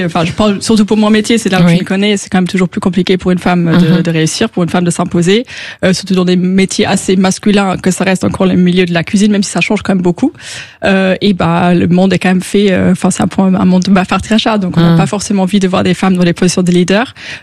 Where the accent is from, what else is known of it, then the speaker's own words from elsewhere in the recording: Luxembourg; moved away as an adult; now in Paris, France; moi, je viens du Luxembourg, évidemment. Donc, du coup, de venir à Paris et du coup, de s'installer tout nouveau